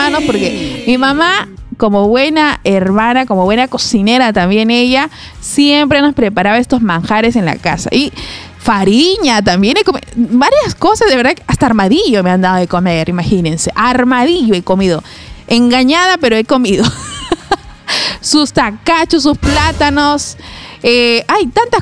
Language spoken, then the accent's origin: Spanish; Peru; nosotros como peruanos